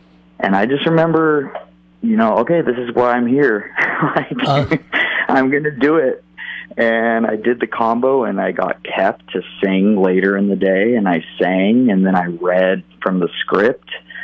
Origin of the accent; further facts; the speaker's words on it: Atascadero, California, United States; moved away as an adult; also born or lived in Hollywood / New York; I grew up in Atascadero, went to Atascadero High School. And then, shortly after that, moved to Hollywood